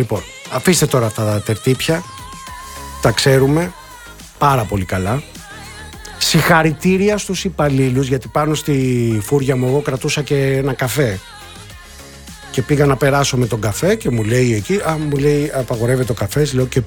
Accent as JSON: {"language": "Greek", "country": "Greece", "said": "κατάλαβε ότι είμαστε Έλληνες"}